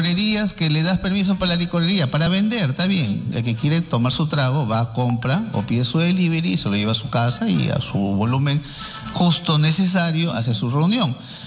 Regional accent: Lima, Peru; Yo soy sanjuanino, soy contribuyente, construido con mucho esfuerzo mi casa

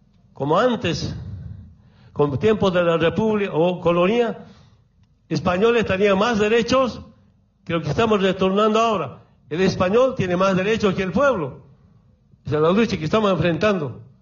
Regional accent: Orinoco, Oruro, Bolivia; Cuando era niño, en Orinoco

